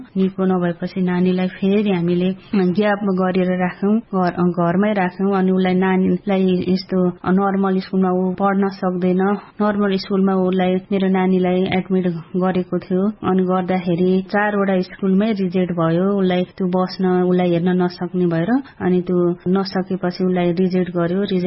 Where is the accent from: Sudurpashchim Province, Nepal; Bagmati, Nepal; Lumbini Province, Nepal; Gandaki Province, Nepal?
Bagmati, Nepal; Sindhupalchok District; now in Bhaktapur, Nepal; मेरो घर सिन्धुपाल्चोक जिल्लामा हो, म हाल भक्तपुरमा बस्छु